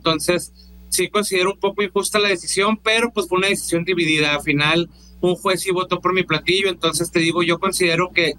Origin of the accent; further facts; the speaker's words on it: Culiacán, Sinaloa, Mexico; soy de Culiacán.